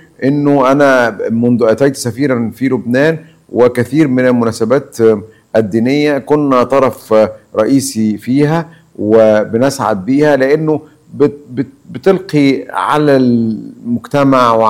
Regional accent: Egypt; moved away as an adult; now in Lebanon; على قلوبنا كمصريين

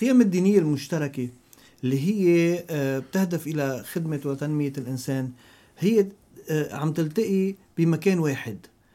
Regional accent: Lebanon; إنه نحن كلياتنا سوا كلبنانيين

